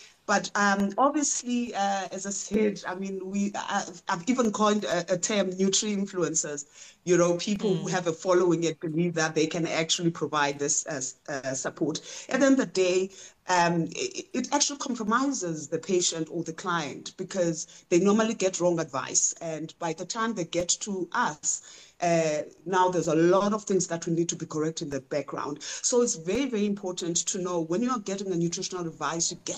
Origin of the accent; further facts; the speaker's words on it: Eastern Cape, South Africa; for example, myself, I'm closer from the Eastern Cape. Umngqusho is part of what I eat.